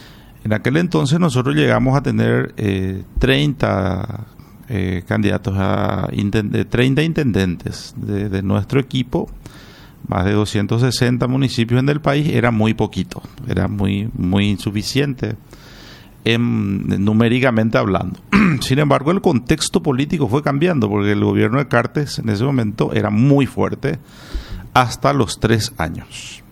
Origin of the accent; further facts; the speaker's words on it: Coronel Oviedo, Caaguazú, Paraguay; nuestros municipios del Caguazú, donde soy oriundo, de Coronel Oviedo